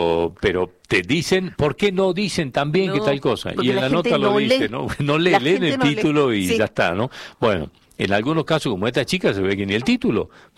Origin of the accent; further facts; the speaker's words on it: Argentina; los argentinos somos, no somos